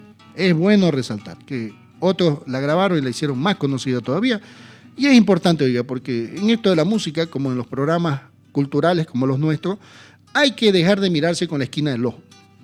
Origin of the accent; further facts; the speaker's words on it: Santa Cruz, Bolivia; nuestros valles cruceños